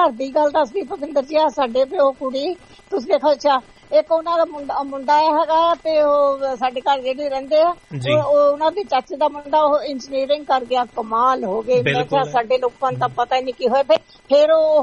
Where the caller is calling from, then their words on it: Banga, Punjab, India; ਸਾਡਾ ਪਿੰਡ ਵਾਲਾ ਘਰ ਰਹਿੰਦਾ ਜਿਹੜਾ ਉੱਥੇ ਉਹਨਾਂ ਨੂੰ ਦਿੱਤਾ ਅਸੀਂ ਤਾਂ ਨਾਲ ਬੰਗੇ ਆ ਗਏ ਹਾਂ ਤਿੰਨਾਂ ਢਾਈ ਤਿੰਨ ਕੁ ਮੀਲ ਤੇ